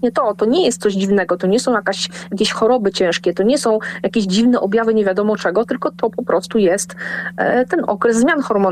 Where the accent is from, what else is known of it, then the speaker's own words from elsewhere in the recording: Szczecin, West Pomeranian Voivodeship, Poland; Jestem z Pomorza Zachodniego, jestem ze Szczecina, mieszkam nadal na Pomorzu Zachodnim, mimo że już nie w Szczecinie.